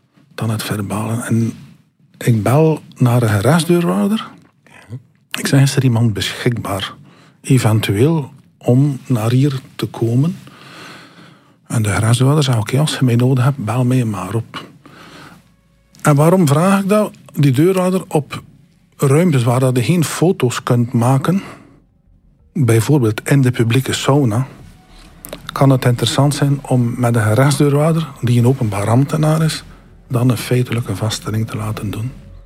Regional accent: Flanders, Belgium; als West-Vlaming in Antwerpen gaan werken, is niet echt een optie.

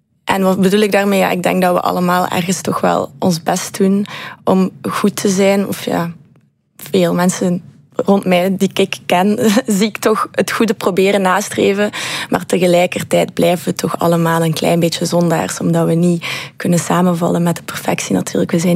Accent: Ghent, East Flanders, Belgium

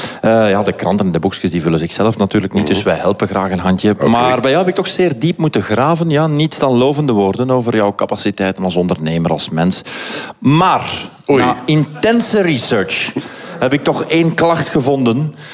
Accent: Breendonk, Flanders, Belgium; Ik ben uit Breendonk afkomstig.

